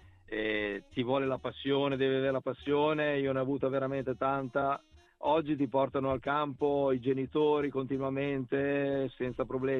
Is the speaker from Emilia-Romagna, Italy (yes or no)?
yes; Crespellano, Emilia-Romagna, Italy; dei dirigenti del mio paese, di Crespellano, che era appunto la società, il paese dove cui vivevo